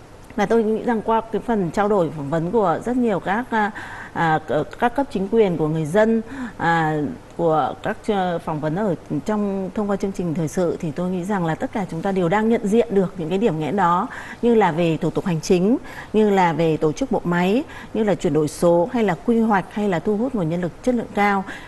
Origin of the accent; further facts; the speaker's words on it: Hanoi, Vietnam; Chúng tôi cũng là công dân sống từ bé ở Hà Nội, lại còn ở phố cổ đấy.